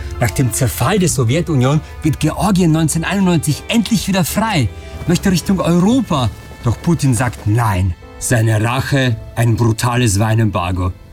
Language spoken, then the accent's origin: German; Austria; Als Österreicher dachte ich immer, die Römer haben den Wein erfunden.